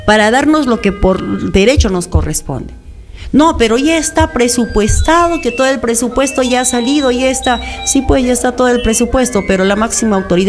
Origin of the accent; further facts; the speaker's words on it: Huanta, Ayacucho, Peru; Somos guantinos